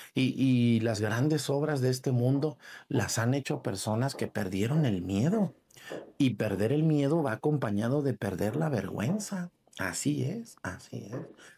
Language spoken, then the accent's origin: Spanish; Jalisco, Mexico; Por cierto, en Yahualica, un saludo a la gente de Yahualica y a media hora de mi pueblo.